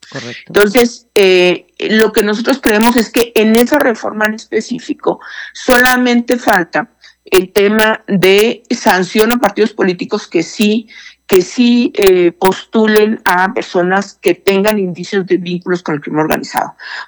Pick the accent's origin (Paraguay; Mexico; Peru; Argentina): Mexico; Chihuahua; Chihuahua, de donde yo soy oriunda además